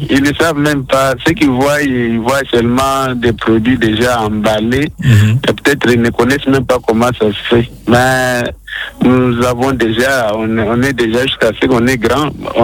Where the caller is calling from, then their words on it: Katanga, DR Congo; je vis au Katanga où il y a beaucoup de minerais.